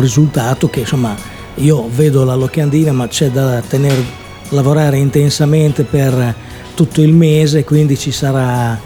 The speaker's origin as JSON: {"language": "Italian", "town": "Bologna", "region": "Emilia-Romagna", "country": "Italy", "said": "sono foresto, vengo da Bologna."}